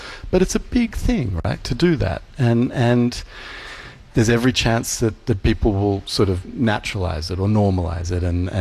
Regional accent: Australia; moved away; I might have a distorted view of it being an Australian. You're quite right to point that out, because, I've lived here almost 20 years, but I certainly grew up in Australia

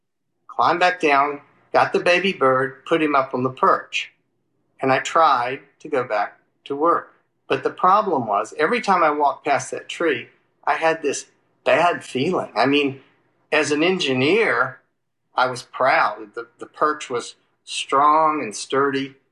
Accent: Houston, Texas, United States; I'm from Houston, Texas. I'm retired now, but until recently, I was professor of behavioral science at the University of Texas MD Anderson Cancer Center.

